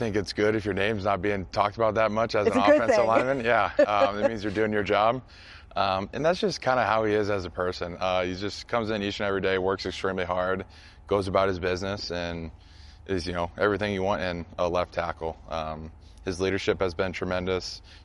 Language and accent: English; Iowa, United States; moved away; I grew up in the Midwest, you know, it's Iowa's a special place, and just how I was born and raised.